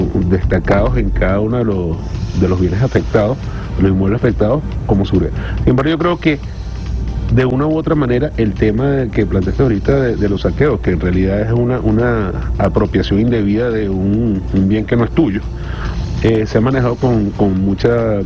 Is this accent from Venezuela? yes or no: yes; La Guaira, Venezuela; quien te habla, mi querido hermano, es hijo de La Guaira. Yo soy nacido en el Hospital José María Vargas.